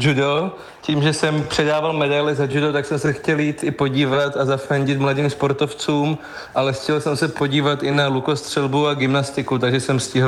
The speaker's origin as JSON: {"language": "Czech", "region": "Zlín Region", "country": "Czechia", "said": "že jsem mohl nést vlajku ještě za Zlínský kraj, jsem hrdý na to, odkud pocházím"}